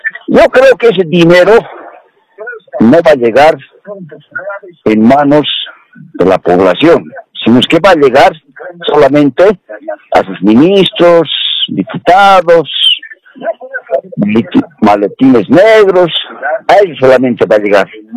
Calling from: La Paz, Bolivia; aquí de la ciudad de La Paz.

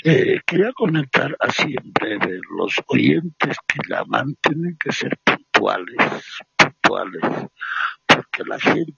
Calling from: La Paz, Bolivia; de la zona de Llojeta.

